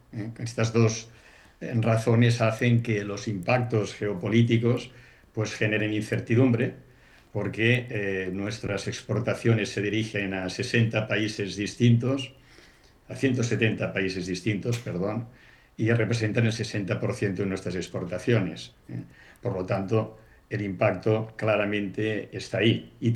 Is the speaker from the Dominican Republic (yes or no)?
no; Spain